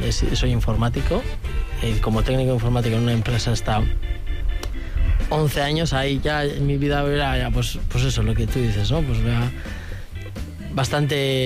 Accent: Ea, Basque Country, Spain; also born or lived in Lekeitio; He estudiado en Lequeitio toda la vida, tengo amigos en Lequeitio, la vida hago casi todo en Lequeitio, pero soy de Bedarona.

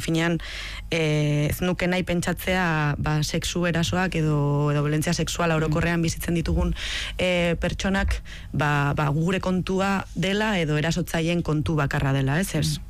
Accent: Lodosa, Navarre, Spain; Nafarroako bertako bizimoduak, adibidez nire Lodosakoa naiz

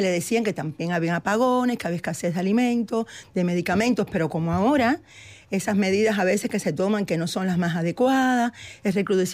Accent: Cuba; muchos me preguntan, como saben que soy cubana, me preguntan por Cuba.

